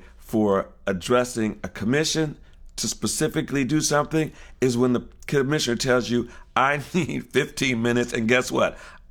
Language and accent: English; Detroit, Michigan, United States; I'm from Detroit, so I got to draw from being from this Midwestern town that had everything.